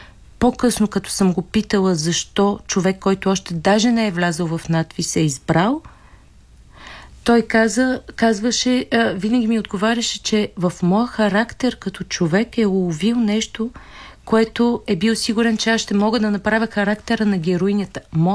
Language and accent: Bulgarian; Svishtov, Veliko Tarnovo Province, Bulgaria; moved away; Аз съм родена там, как дали го знам? Аз съм оттам.